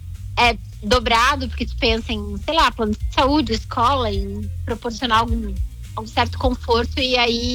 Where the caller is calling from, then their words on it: Itajaí, Santa Catarina, Brazil; eu falo de Itajaí.